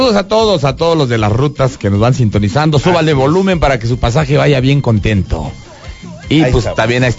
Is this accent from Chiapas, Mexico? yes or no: yes; Chiapas, Mexico; Como buen chiapaneco, ¿cómo le decimos aquí?